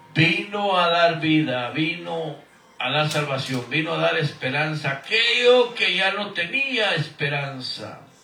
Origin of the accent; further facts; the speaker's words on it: Guatemala; moved away as an adult; now in Houston, United States; Guatemala, mi tierra natal. … nacido en Guatemala, viviendo aquí en USA, en Estados Unidos, en Houston, Texas, por ya vamos a los 30 años